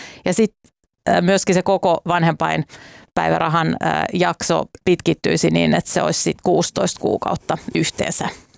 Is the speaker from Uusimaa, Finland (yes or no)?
yes; Espoo, Uusimaa, Finland; No, mun täytyy sanoa, itse tulen Espoosta